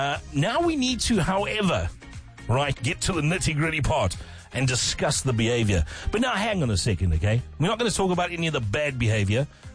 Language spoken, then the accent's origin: English; South Africa